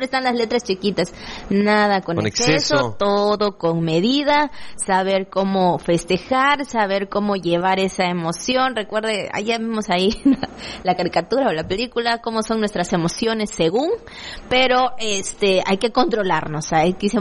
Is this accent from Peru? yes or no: no; Campeche, Mexico; Es una emoción grande como mexicanos, como campechanos.